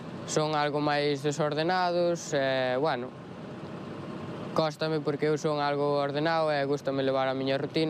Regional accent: Arteixo, Galicia, Spain; Pois eu son de Arteixo, especialmente de Rañobre, un pueblo.

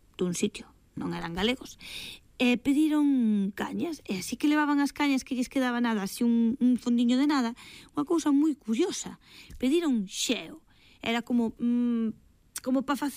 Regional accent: Cedeira, Galicia, Spain; Sí, son de Cedeira, sí.

